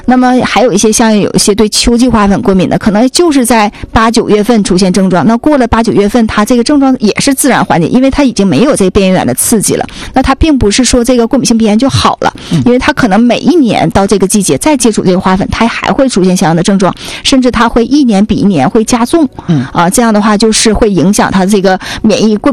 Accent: China; 但是我们中国人一听临床治愈了那就是根治了

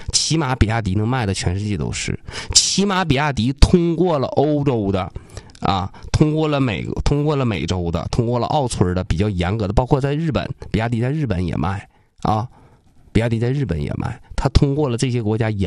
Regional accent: China; 别管我们中国人享受是吧？

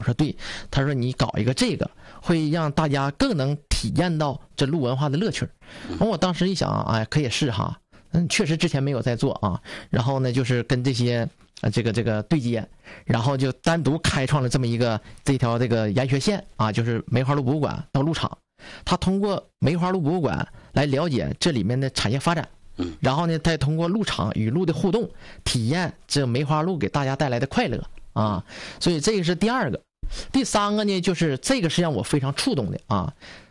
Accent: Northeast China, China; 你看我们东北人都这样。

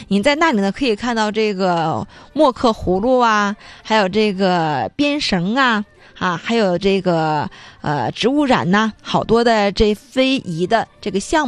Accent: Jilin, China; 那咱们吉林人的中秋呢，既有北方汉族的传统啊，融合了满族的渔猎、朝鲜族的秋夕特色

